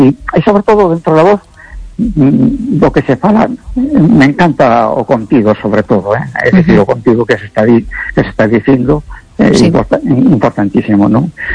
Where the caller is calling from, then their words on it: A Coruña, Galicia, Spain; de Coruña.